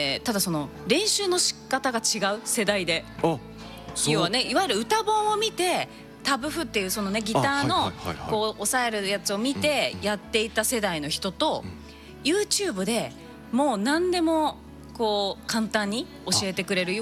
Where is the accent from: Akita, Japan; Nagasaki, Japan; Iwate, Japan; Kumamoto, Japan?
Akita, Japan